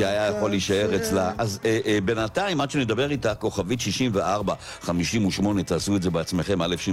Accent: Jaffa, Tel Aviv District, Israel; הרי אחותי ואני נולדנו ביפו, זה הבית שלנו, שם גדלנו, זאת הילדות.

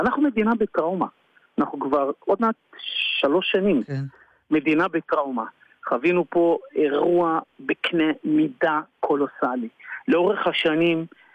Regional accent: Beit She'an, Northern District, Israel; אני גדלתי ונולדתי, גדלתי בבית שאן, עיר עם אוריינטציה לאומית, מסורתית, שמרנית, במובן מסוים

